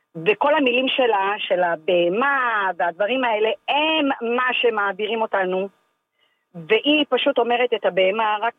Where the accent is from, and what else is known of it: Rehovot, Central District, Israel